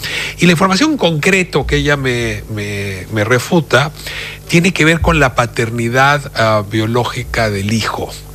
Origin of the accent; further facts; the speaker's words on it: Mexico; en mi país, en México